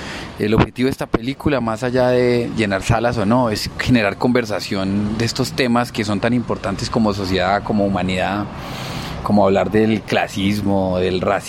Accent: Bogotá, Colombia; also born or lived in Antioquia; toda mi familia es de acá, pero pues soy más rolo que un berraco, pero con todas las costumbres paisas, comiendo frijolito, arepa

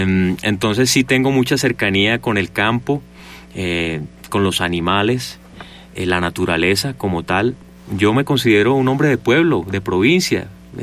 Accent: Montería, Córdoba, Colombia; Pero yo soy orgulloso de ser monteriano, cordobés. Yo me eduqué ahí, mi colegio, mi universidad. Yo le debo esa espontaneidad también a mi cultura cordobesa

